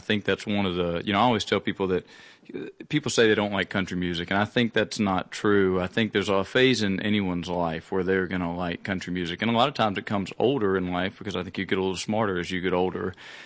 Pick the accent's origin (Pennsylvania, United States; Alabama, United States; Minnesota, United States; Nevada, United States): Alabama, United States; born there; So I was born in Alabama, close to Cheehaw State Park, which is the same, you know, Blue Ridge Mountain system that runs across there.